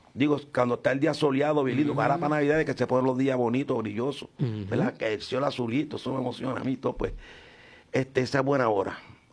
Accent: Hormigueros, Puerto Rico; de Rincón, Laja, Hormiguero, mi pueblo

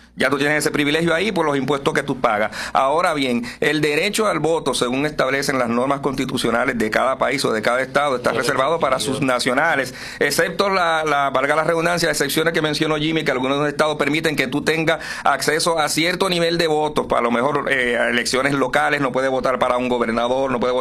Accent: Dominican Republic; now in Puerto Rico; nosotros como dominicanos

